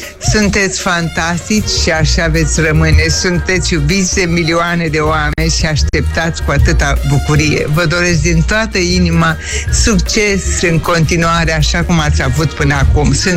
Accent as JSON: {"language": "Romanian", "town": "Bacău", "region": "Bacău County", "country": "Romania"}